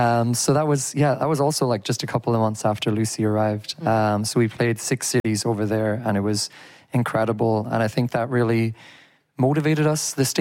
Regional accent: Ireland; also born or lived in China; now in Berlin, Germany; I'm from Ireland, but I had been living in China for a very long time. Mm-hmm. And so I wanted to come closer to home.

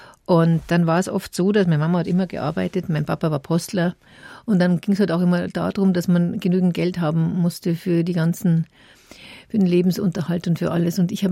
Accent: Munich, Bavaria, Germany; bis ich 10 Jahre alt habe ich sind wir in Schwabing aufgewachsen. Und dann sind wir Gott sei Dank nach Moosach gezogen, ans Ende der Welt. Damals, weil da war gar nichts, da war noch Oberwiesenfeld, da gab es kein Olympiagelände, gar nichts.

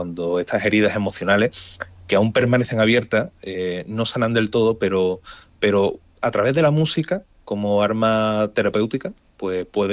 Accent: Andalusia, Spain; nosotros somos andaluces

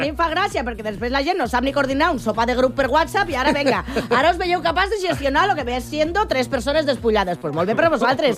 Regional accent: Lleida, Catalonia, Spain; A Lleida no tenim fantasies, anem directament per feina.

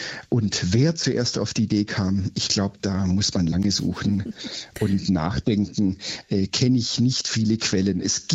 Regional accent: Stuttgart, Baden-Württemberg, Germany; Aber ich bin ja Schwabe.

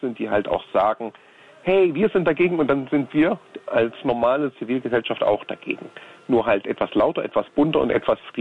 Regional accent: Erfurt, Thuringia, Germany; ich komme aus Erfurt und wir wissen beide, was dann in Erfurt an diesem Wochenende hier los ist.

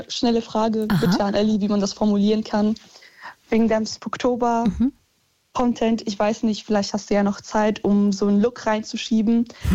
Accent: Poland; now in Germany; Also wir kommen ursprünglich aus Polen, wir sind dann irgendwann hier hingezogen, bla bla bla.

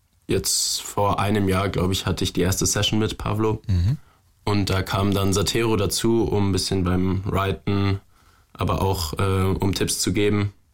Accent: Bavaria, Germany; born there

